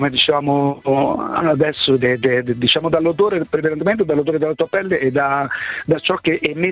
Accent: Faenza, Emilia-Romagna, Italy; now in San Vito Romano, Italy; Allora, io vi chiamo da Roma, però originario sono romagnolo, sono di Faenza.

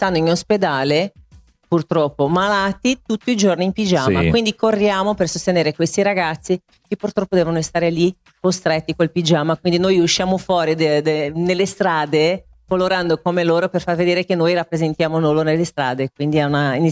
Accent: Brazil; moved away; sono brasiliana

